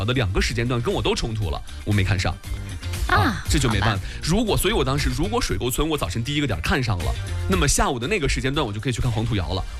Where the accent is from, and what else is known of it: China